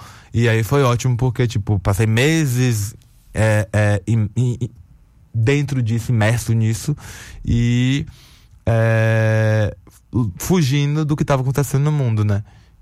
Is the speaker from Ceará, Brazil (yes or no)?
no; Alagoinhas, Bahia, Brazil; a gente é de Alagoinhas, né? Meu pai é de Tanquinho. A gente morava em Alagoinhas.